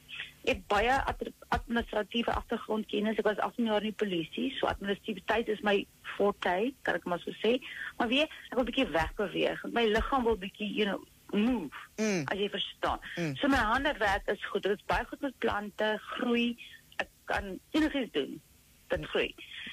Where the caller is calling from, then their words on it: Eastern Cape, South Africa; Ek woon tans hier so uit Den Haag, Ooskaap.